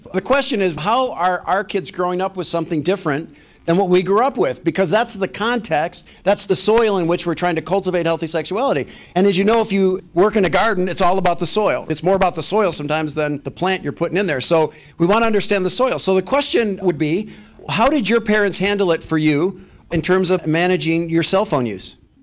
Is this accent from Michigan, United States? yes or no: yes; Lincoln Park, Michigan, United States; And we grew up in Lincoln Park, Michigan, on a 1,000-square-foot home with one main bathroom.